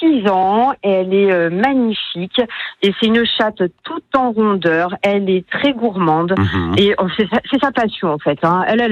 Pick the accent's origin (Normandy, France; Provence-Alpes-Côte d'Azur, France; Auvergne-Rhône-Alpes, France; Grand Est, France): Provence-Alpes-Côte d'Azur, France; pour nous de chez nous, en Provence.